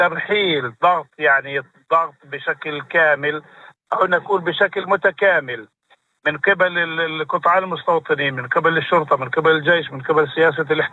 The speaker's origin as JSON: {"language": "Arabic", "country": "Palestine", "said": "عندنا في فلسطين"}